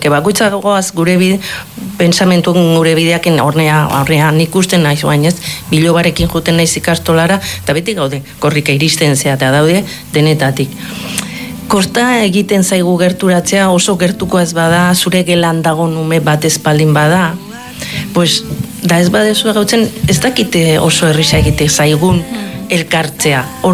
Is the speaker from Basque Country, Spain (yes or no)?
yes; Aldaba, Basque Country, Spain; gero ni Aldaban jaioa naiz, Aldaban bizitun izan 14 urte.